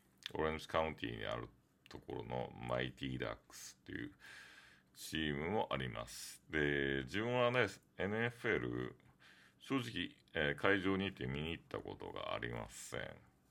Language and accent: Japanese; Okinawa, Japan; now in Los Angeles, United States; やっぱ沖縄出身だから